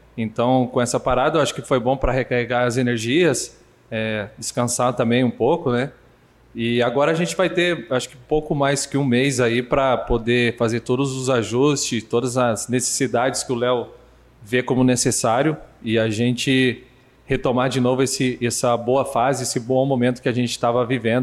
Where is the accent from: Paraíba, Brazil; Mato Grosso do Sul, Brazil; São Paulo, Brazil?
São Paulo, Brazil; fiquei lá na minha cidade, interior de São Paulo